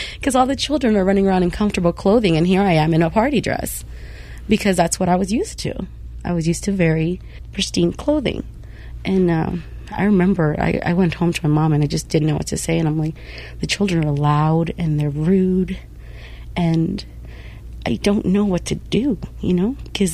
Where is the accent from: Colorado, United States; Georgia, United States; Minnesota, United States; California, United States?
California, United States; first language Spanish; English is a second language; And I know Spanish. And, well, where I grew up in California, ESL kids don't actually learn English.